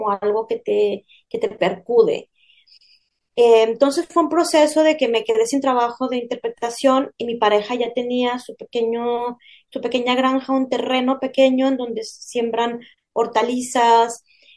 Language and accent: Spanish; Mexico; now in Europe; yo como mexicana